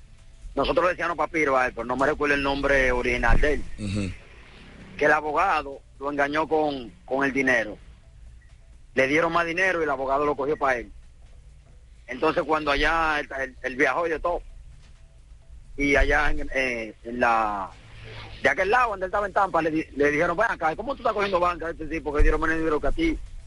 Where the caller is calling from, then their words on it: Villa Mella, Santo Domingo, Dominican Republic; Pues sí, yo soy de Villamella.